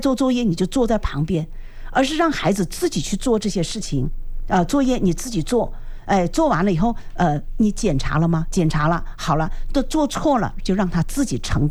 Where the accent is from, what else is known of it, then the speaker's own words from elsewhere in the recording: China; 就是我们中国人有句话，就是凡事好商量